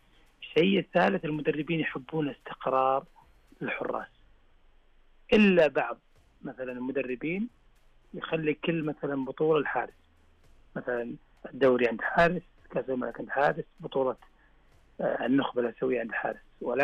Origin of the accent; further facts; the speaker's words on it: Saudi Arabia; حنا كسعوديين